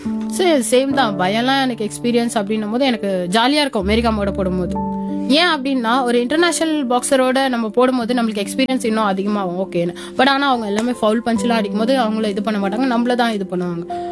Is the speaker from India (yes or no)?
yes; India; நானும் ஒரு national champion, நானும் ஒரு இந்தியன் பிளேயர்